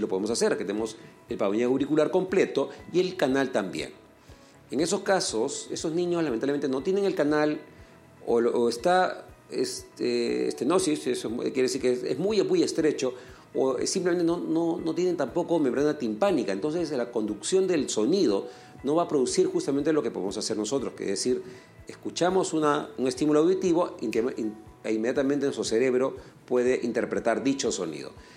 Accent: Ica, Peru; now in Lima, Peru; somos de origen provinciano, me incluyo. Soy de Ica, mi familia viene de Ica.

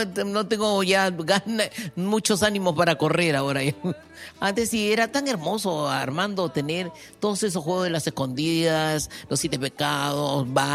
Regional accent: Lima, Peru; born there

